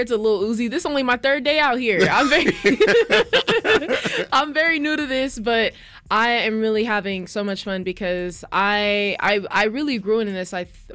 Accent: Denver, Colorado, United States; Also, I am from Denver, Colorado. I'm specifically from Green Valley Ranch. I'm a suburban girly.

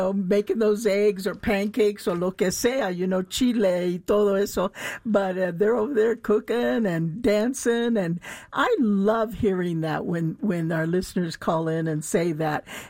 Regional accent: North Platte, Nebraska, United States; born there; Actually, you know, I was born in North Platte, so we're neighbors

